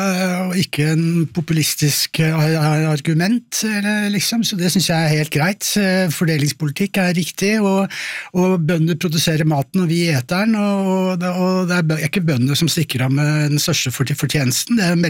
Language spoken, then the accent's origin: Norwegian; Oslo, Norway; also born or lived in Sweden; jeg som de fleste andre i Oslo, jeg er Oslo-gutt, jeg er født i Sverige riktig nok, men jeg vokste opp med foreldre som var innflyttere fra bygda